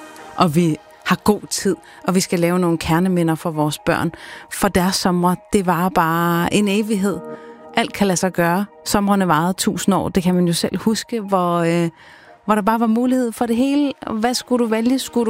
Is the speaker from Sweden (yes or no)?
no; Capital Region of Denmark, Denmark; born or raised there